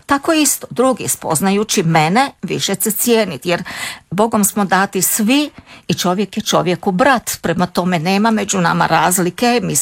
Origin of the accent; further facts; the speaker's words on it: Rijeka, Primorje-Gorski Kotar County, Croatia; Nekako sam u svojoj mladosti, kada sam rođena u Rijeci, odrastala, nisam imala priliku osim u obitelji spoznati vjeru. Ali sam zato sa mojim prijateljima, djecom iz ulice, svake nedelje išla do Kapucinske crkve.